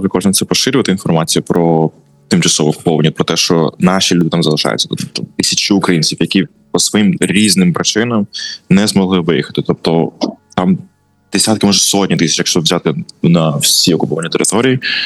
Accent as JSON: {"language": "Ukrainian", "town": "Nova Kakhovka", "region": "Kherson Oblast", "country": "Ukraine", "moved": "yes", "said": "я з Новаковки"}